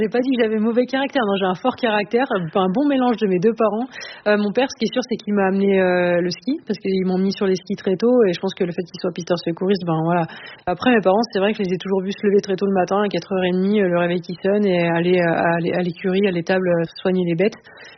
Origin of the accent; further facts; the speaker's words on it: Les Saisies, Auvergne-Rhône-Alpes, France; je viens d'une station des Saisies, qui est une station alpine, donc j'ai commencé par le ski alpin.